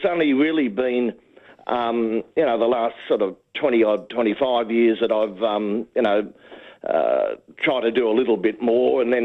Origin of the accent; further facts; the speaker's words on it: Clovelly, New South Wales, Australia; Oh, well, I was brought up in Clovelly.